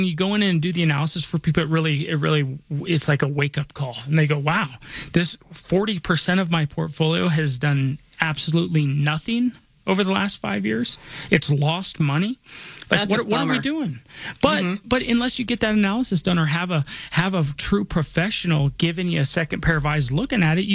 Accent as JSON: {"language": "English", "town": "Denver", "region": "Colorado", "country": "United States", "tie": "born or raised there", "said": "I was born and raised here in Denver. I'm not just licensed here. This is where I call home."}